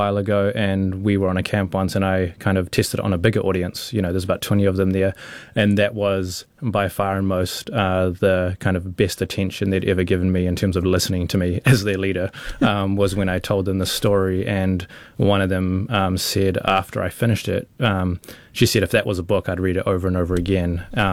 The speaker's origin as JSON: {"language": "English", "country": "New Zealand", "tie": "born or raised there", "said": "she's very much kind of based on me, you know, like a mixed race person growing up in New Zealand."}